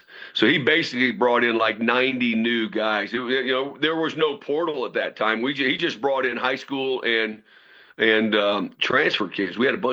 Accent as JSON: {"language": "English", "town": "Somerset", "region": "Kentucky", "country": "United States", "tie": "born there", "said": "Now, you know, I'm thinking, and I was born in Kentucky. I was born in Somerset, Kentucky."}